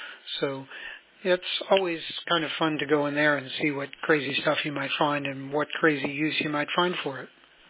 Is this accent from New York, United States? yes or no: yes; New York, United States; now in Durham, North Carolina, United States; where I grew up, just 20 minutes north of Manhattan